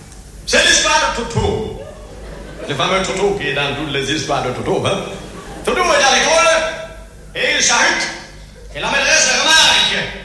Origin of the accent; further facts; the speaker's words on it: Belgium; Je suis belge, monsieur, oui.